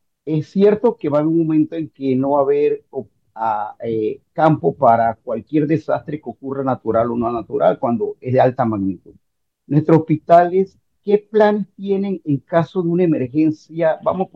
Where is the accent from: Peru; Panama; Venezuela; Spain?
Panama; la pregunta que como panameños nos hacemos